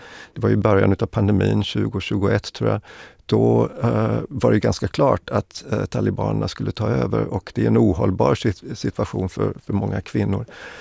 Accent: Sweden; born there; Ja, min far är ju grek, jag är född i Sverige, jag har en österrikisk mor.

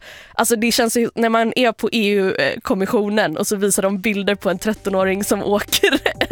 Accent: Gothenburg, Västra Götaland County, Sweden; Jag är från Göteborg.

